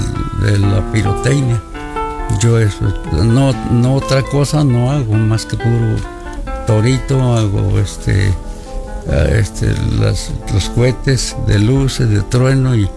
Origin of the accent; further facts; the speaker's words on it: Cazotitlán, Hidalgo, Mexico; now in San Bartolo, Mexico; Pero yo no soy de aquí, soy de Cazotitlán Hidalgo.